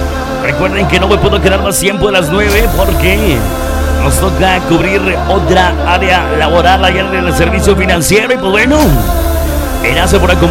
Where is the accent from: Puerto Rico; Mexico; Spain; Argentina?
Mexico; Muchachos, como buen mexicano, llego, digo, soy bien puntual, pero para irme.